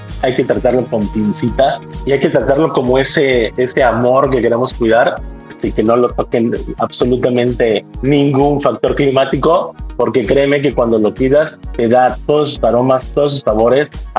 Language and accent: Spanish; Veracruz, Mexico; yo soy de Veracruz y obvio, amo mi tierra.